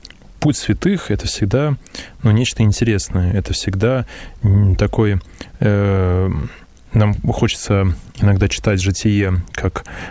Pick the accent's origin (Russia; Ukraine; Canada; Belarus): Russia; Moscow; И мы привыкли, москвичи